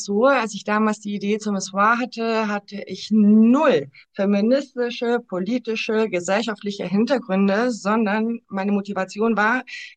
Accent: Canary Islands, Spain; moved away; Ich bin auf den Kanarischen Inseln groß geworden.

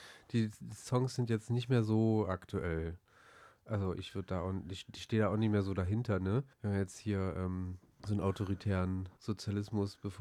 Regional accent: East Germany, Germany; born there; ich bin in der ehemaligen DDR geboren

